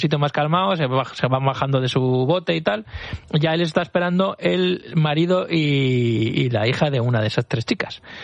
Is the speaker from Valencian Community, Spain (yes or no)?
no; Pozuelo, Castilla-La Mancha, Spain; tirado lo de la de Cuenca, porque en mi pueblo, en el Pozuelo, hay una sima